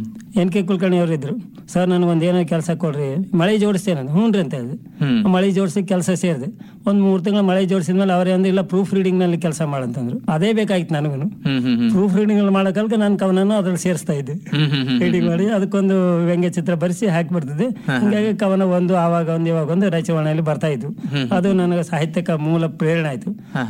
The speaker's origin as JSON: {"language": "Kannada", "town": "Bagalwad", "region": "Karnataka", "country": "India", "tie": "born or raised there", "also_born_or_lived": "Sindhanur", "said": "ನಾನು ಆಗಿನ ಮಾನವಿ ತಾಲೂಕು, ಈಗಿನ ಸಿರಿವಾರ ತಾಲೂಕು, ಬಾಗಲವಾಡದಲ್ಲಿ 1960 ಜನಿಸಿದೆ. ಅದೇ ನನ್ನ ತಾಯಿ ತವರ ಮನೆ. ನಾವು ತಾಯಿ ಆಸ್ತಿಗೆ ಬಂದದ ಕಾರಣ ಇಲ್ಲೇ ಇದ್ವಿ."}